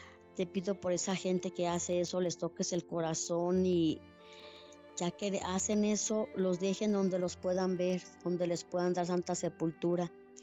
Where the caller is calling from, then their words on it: Ocotlán, Jalisco, Mexico; De aquí de Ocotlán, Jalisco.